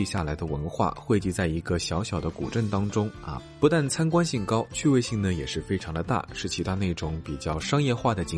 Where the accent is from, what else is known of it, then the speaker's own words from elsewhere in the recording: Jiangxi, China; 虽然是在我的老家